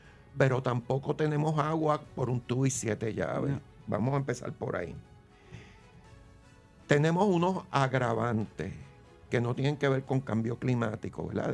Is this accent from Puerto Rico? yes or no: yes; Puerto Rico; nombre es de raíces suecas, porque mis abuelos por parte de padre fueron suecos, yo soy nacido y criado en Puerto Rico.